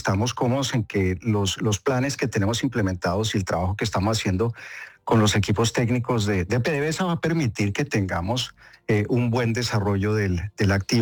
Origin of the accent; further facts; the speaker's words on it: Colombia; Y yo sí creo, como colombiano, que hay una oportunidad muy buena